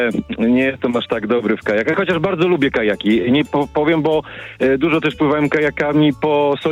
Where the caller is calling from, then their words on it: Częstochowa, Silesian Voivodeship, Poland; Wiesz co, jestem z Częstochowy